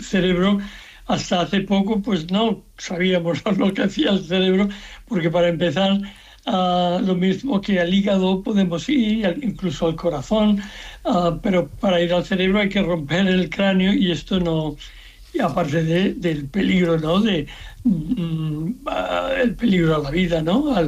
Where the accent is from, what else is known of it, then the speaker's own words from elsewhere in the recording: Seville, Andalusia, Spain; born there; Aquí, nací en Sevilla, en fin, con 14 años me suspendieron en todas